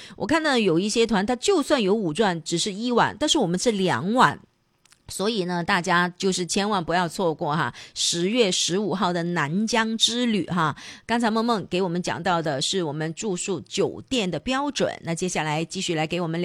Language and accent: Chinese; Guangdong, China; 我们广东人特别是东莞的朋友呢